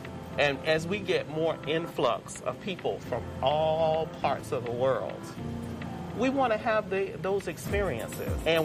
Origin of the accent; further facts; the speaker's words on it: Miami, Florida, United States; now in North Carolina, United States; I'm originally from Miami. I'm a transplant to North Carolina. It feels like home, but there are certain aspects of home that you never move away from, and that's food in Miami.